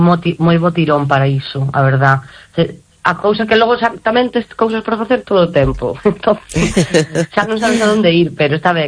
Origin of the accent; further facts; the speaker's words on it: Argentina; veño de Argentina